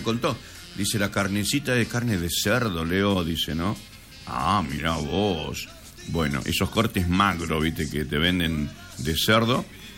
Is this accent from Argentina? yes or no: yes; Campo Santo, Salta, Argentina; now in Salta, Argentina; Yo en aquella época no vivía acá, yo era de Camposanto, changuito de mi pueblo